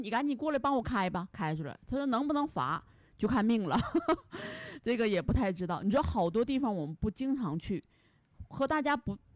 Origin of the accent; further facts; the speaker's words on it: Liaoyuan, Jilin, China; 我土生土长辽源人